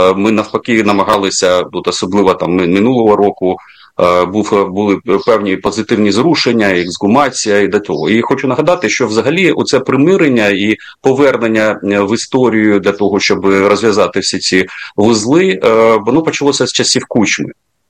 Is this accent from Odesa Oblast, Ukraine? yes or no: no; Donetsk, Donetsk Oblast, Ukraine; Я східняк, я з Донецька